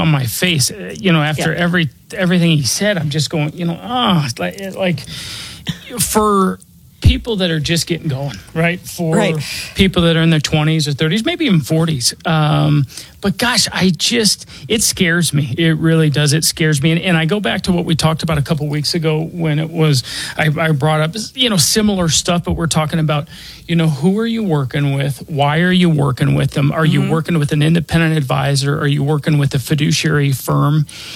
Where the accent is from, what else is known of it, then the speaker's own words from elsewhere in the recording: Denver, Colorado, United States; I was born and raised here in Denver.